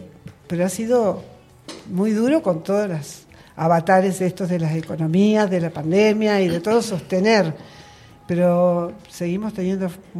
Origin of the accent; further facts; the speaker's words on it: Santa Rosa, La Pampa, Argentina; also born or lived in Rolón, La Pampa; now in Neuquén, Argentina; nos criamos en Santa Rosa y mi esposo también.